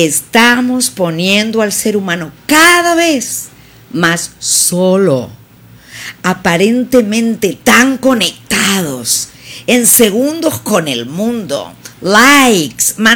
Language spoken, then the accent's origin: Spanish; Argentina; En mi país, en Argentina